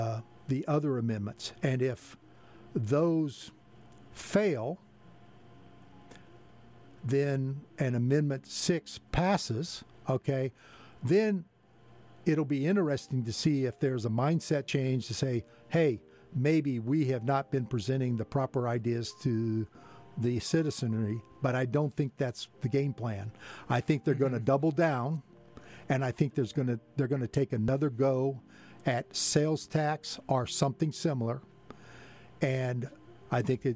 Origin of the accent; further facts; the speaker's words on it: Salem, Missouri, United States; my hometown of Salem